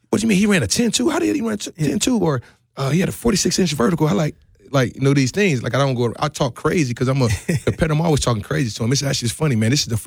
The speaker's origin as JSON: {"language": "English", "town": "Milwaukee", "region": "Wisconsin", "country": "United States", "said": "I'm from the North"}